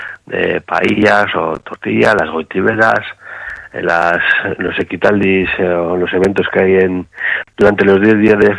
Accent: Galdakao, Basque Country, Spain; son las fiestas de mi pueblo

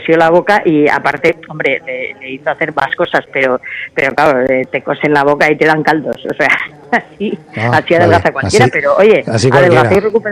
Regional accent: Peralta, Navarre, Spain; Bueno, yo soy de Peralta, de pueblo de Navarra

